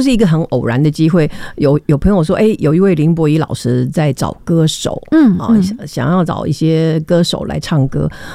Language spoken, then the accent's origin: Chinese; Xinpu, Hsinchu County, Taiwan; 我是新竹新埔人